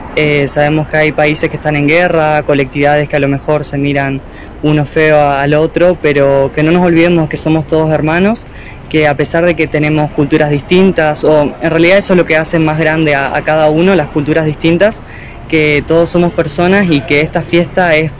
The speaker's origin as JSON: {"language": "Spanish", "region": "Córdoba", "country": "Argentina", "tie": "born there", "moved": "yes", "lives_now": "Oberá, Argentina", "said": "Yo nací en Córdoba."}